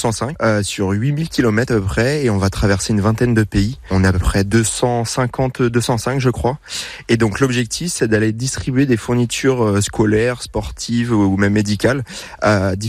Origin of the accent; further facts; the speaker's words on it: Centre-Val de Loire, France; D'Artagnan-sur-Indre.